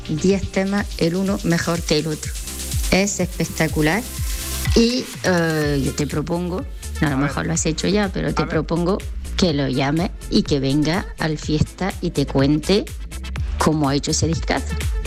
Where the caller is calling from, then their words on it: Switzerland; Buenos días, Domínguez … te llamo desde Suiza, donde hace un frío